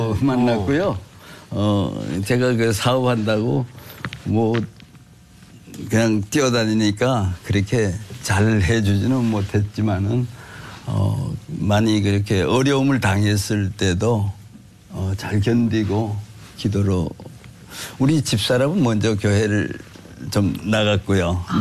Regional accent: Taebaek, Gangwon, South Korea; 셋째인데 제 고향은 강원도라고 그러는 거죠. 태백이라고. 단광촌에서 태어나서 거기서 초중고 다 나오고

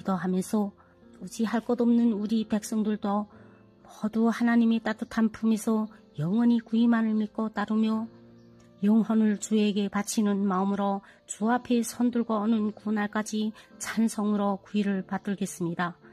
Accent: Chongjin, North Hamgyong, North Korea

